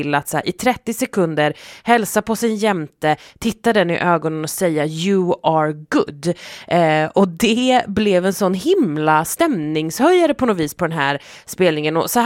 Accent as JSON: {"language": "Swedish", "country": "Sweden", "said": "tycker jag i alla fall som svensk"}